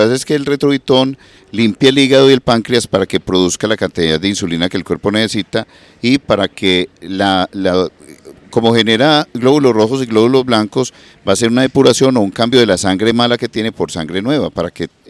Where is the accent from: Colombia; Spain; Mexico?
Colombia; Antioquia; born there; aquí vivían en Prado Centro. Que yo nací en Prado Centro.